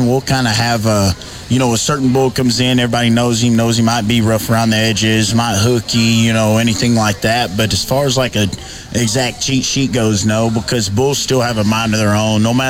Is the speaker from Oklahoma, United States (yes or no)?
yes; Oklahoma, United States; coming out of Oklahoma, you know, where I grew up in particular, we're border Texas, and the country I grew up in, the area